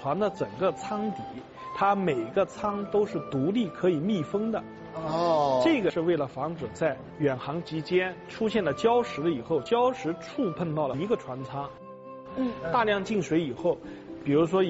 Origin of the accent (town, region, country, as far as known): China